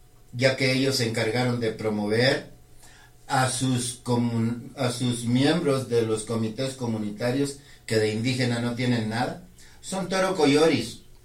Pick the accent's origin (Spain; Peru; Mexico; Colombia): Mexico; Mayo region; first language Mayo; Spanish is a second language; nuestra lengua madre, que es el idioma mayo.